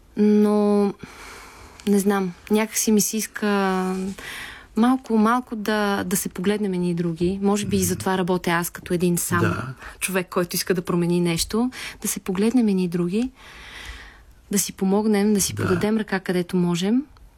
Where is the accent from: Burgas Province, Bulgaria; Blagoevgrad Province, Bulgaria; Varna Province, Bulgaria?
Varna Province, Bulgaria; Varna; съм от Варна.